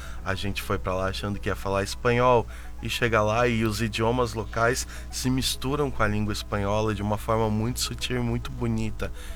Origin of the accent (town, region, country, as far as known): Florianópolis, Santa Catarina, Brazil; born there; also born or lived in Pato Branco / Alagoas / Paraíba; now in Joinville, Brazil